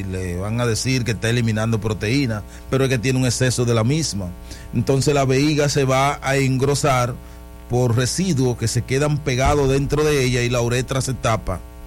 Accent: Dominican Republic; aquí somos dominicanos

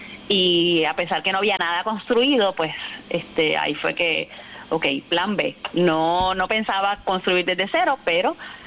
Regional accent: Ponce, Puerto Rico; Yo soy originalmente de Ponce

